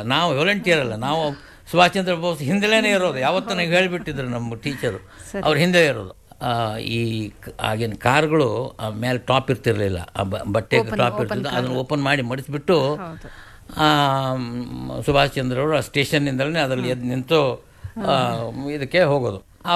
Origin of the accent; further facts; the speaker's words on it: Hubballi, Karnataka, India; born there; also born or lived in Dharwad; ಆದರೆ ನಮ್ಮ ತಂದೆಯವರು ಧಾರವಾಡದಲ್ಲಿ ವಕೀಲಿ ಮಾಡ್ತಾ ಇದ್ದರು, ಆದ್ದರಿಂದ ಅಲ್ಲಿಯೇ ಅವರು ನೆಲೆಸಿದರು. ನಮ್ಮ ತಾಯಿ ಹುಬ್ಬಳ್ಳಿಯವರಾದ್ದರಿಂದ ನಾನು ಹುಬ್ಬಳ್ಳಿಯಲ್ಲಿ ಜನಿಸಿದೆ.